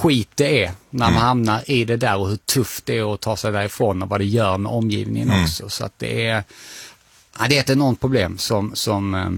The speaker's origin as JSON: {"language": "Swedish", "town": "Dalby", "region": "Skåne", "country": "Sweden", "said": "Jag är från Dalby, så en liten rivalby."}